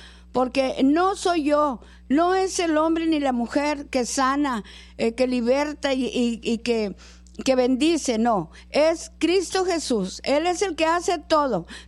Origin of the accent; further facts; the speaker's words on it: Reynosa, Tamaulipas, Mexico; Y pues vengo de la ciudad de Reynosa.